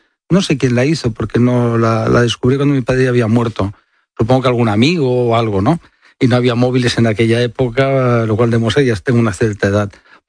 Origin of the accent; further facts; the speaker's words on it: Barcelona, Catalonia, Spain